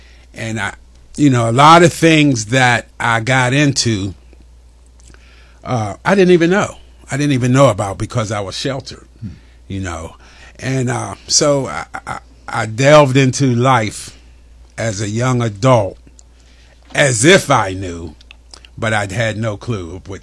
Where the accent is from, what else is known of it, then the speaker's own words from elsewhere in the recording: Pittsburgh, Pennsylvania, United States; also born or lived in Hershey, Pennsylvania; I was born in Pittsburgh, and born and raised in Pittsburgh.